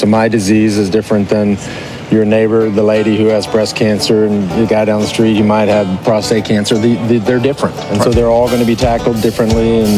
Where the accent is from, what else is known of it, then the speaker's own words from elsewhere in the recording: Texas, United States; Well, I grew up outside of Dallas, and it's the reason I got into endurance sports.